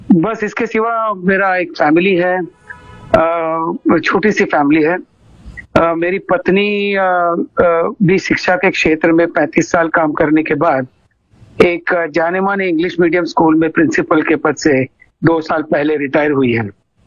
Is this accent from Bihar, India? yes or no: no; Mumbai, Maharashtra, India; born there; मैं एक मुंबईकर हूँ। मुंबई मेरी जन्मभूमि और कर्मभूमि है।